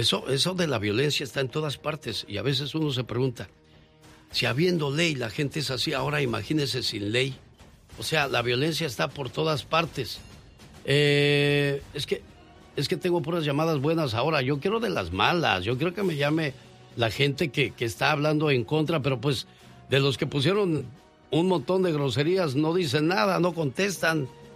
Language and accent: Spanish; Mexico; moved away as an adult; now in United States; Soy mexicano hasta las cachas